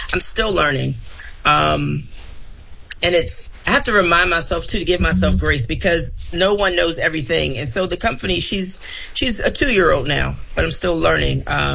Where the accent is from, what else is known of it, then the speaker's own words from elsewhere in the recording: Virginia, United States; born there; military brat, I was born here in Virginia, didn't grow up here.